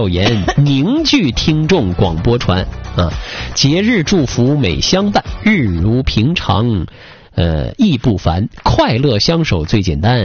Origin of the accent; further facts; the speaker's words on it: Baicheng, Jilin, China; now in Changchun, China; 你看我家是白城的嘛，我老家是白城生人，